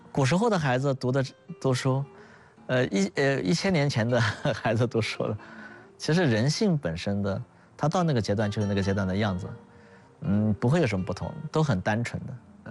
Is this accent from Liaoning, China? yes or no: no; Hefei, Anhui, China; 你看我从小出生在安大的现在的老区，就老的住宅现在已经变成了那个大富红学府了，以前的老房子没有了